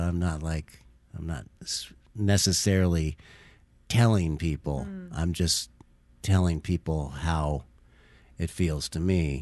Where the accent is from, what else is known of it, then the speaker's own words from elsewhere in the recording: California, United States; It's the I'm from California, and the landscape first of all, felt familiar and a little bit nostalgic because I spent so much time in Northern California.